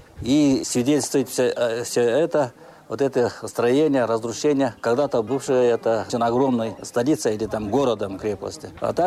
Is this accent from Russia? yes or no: no; Bishkek, Kyrgyzstan; Я приехал из Кыргызстана, Кыргызской республики, из города Бишкек.